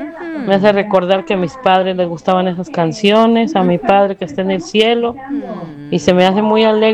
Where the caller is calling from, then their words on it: San Agustín, Mexico; Desde San Agustín.